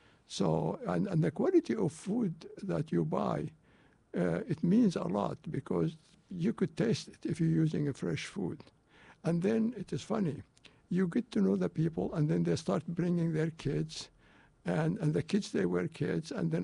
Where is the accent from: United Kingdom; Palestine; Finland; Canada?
Palestine; now in Los Angeles, United States; And back in Palestine